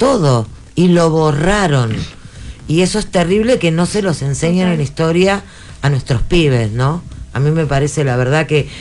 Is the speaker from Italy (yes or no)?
no; Argentina; nosotros somos argentinos, y Argentina sí. tiene su idiosincrasia, tiene su cultura